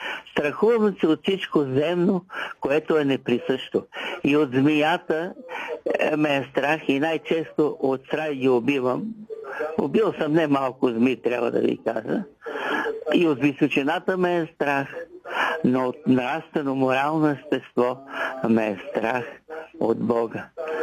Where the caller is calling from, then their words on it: Vratsa, Vratsa Province, Bulgaria; и съм от Враца